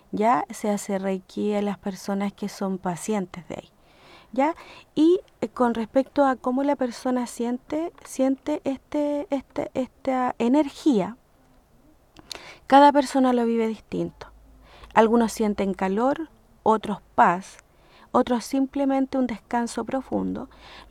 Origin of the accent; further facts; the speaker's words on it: Cauquenes, Maule, Chile; moved away as an adult; also born or lived in Santiago; yo estudié estas terapias en Santiago, si bien nací acá en Cauquenes, estudié acá en Cauquenes, me fui a Santiago